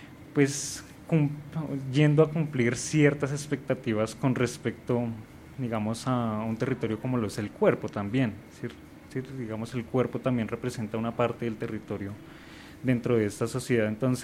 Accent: Colombia; y asimismo muchos de nosotros pues sentimos identidad no solo como colombianos, sino también como latinoamericanos.

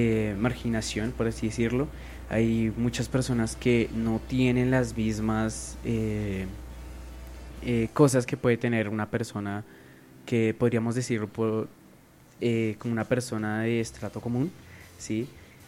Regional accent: Colombia; somos los colombianos

